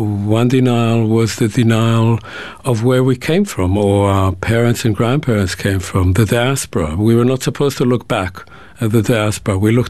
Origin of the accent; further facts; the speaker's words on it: Israel; English is a second language; growing up in Israel and the I was born in the mid-50s, in the late 50s, early 60s. We didn't really think of Zionism. We didn't actually think of being Jewish. We were Israeli.